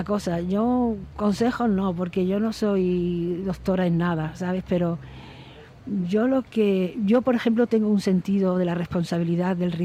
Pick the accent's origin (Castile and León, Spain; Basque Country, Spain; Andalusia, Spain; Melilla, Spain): Melilla, Spain; also born or lived in Rif, Morocco; soy melillense, pero yo también tengo algo de rifeña, bastante.